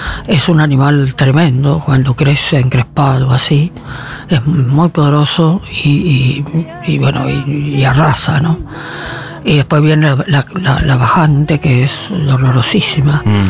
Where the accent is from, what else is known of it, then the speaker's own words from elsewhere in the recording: Corrientes, Argentina; moved away as an adult; yo nací en Corrientes Capital y me acostumbré, pero ahora, como hace mucho que vivo acá también, es cierto que sufro un poco más el calor cuando voy.